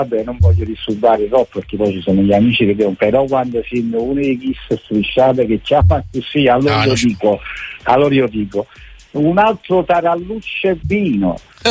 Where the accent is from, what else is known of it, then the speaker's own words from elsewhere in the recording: Naples, Campania, Italy; purtroppo io sono napoletano